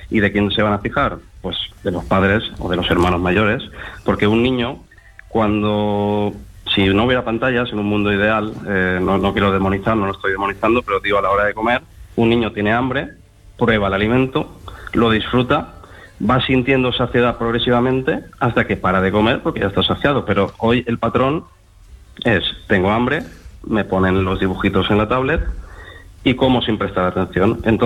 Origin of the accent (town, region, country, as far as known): Valencia, Valencian Community, Spain